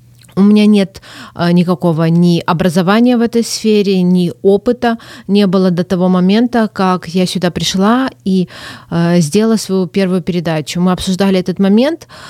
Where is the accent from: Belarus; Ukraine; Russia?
Ukraine; я просто этническая армянка, которая всю жизнь жила в Украине, и в силу чудовищных обстоятельств, которые произошли в нашей стране, мы вынуждены были и оказались там, где мы сейчас есть.